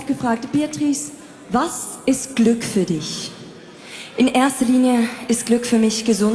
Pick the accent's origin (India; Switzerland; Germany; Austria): Switzerland; als Schweizerin